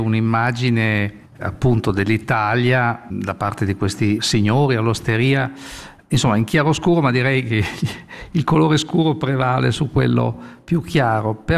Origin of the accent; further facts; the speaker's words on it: Ticino, Switzerland; Anche noi siamo lombardi, lombardi ma svizzeri.